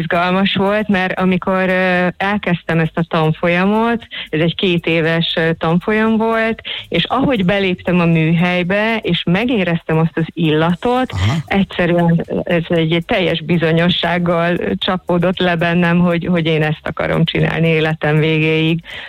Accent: Szentendre, Pest, Hungary; én már abban a szerencsében részesültem, hogy itt születtem. A szüleim ide költöztek vidékről, és én ide születtem a belvárosba egészen pontosan

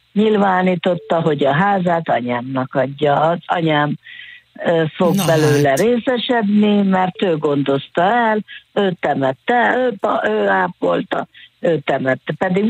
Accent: Nagyecsed, Szabolcs-Szatmár-Bereg, Hungary; 3 vagyunk lányok, és akkor Nagyecseden születtünk, ott is laktunk sokáig

